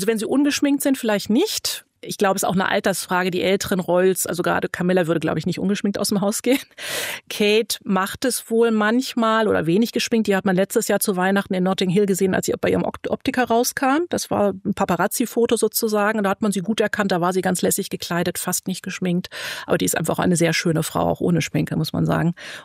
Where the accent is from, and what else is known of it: Germany